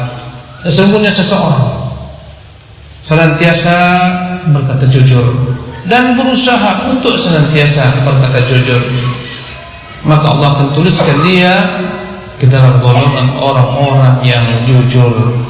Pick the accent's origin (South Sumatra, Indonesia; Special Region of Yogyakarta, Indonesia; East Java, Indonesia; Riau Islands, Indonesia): Riau Islands, Indonesia; Batam; Saya dari Batam, antum dari Lombok, sebagian dari Bima.